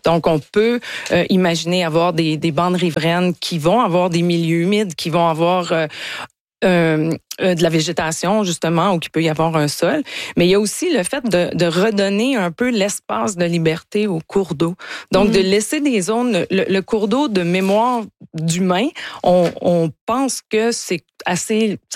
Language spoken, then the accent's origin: French; Quebec, Canada; j'ai grandi en Gaspésie, moi.